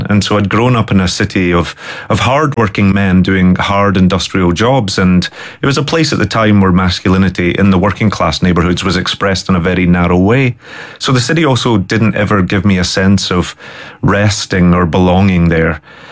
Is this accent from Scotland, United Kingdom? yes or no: yes; Glasgow, Scotland, United Kingdom; I'm a Glaswegian, I'm a Scotsman, that's what I am to my bones.